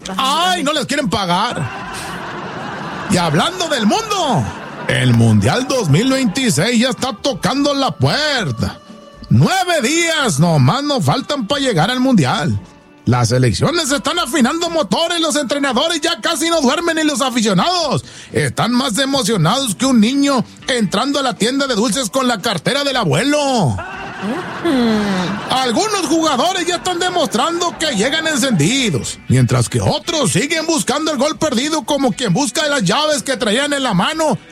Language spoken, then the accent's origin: Spanish; Mexico